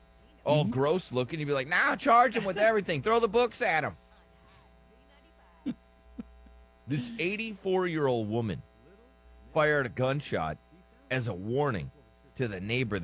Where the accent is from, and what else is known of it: United States